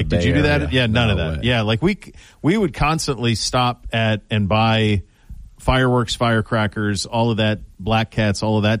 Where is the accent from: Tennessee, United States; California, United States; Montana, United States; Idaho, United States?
Montana, United States; growing up in Montana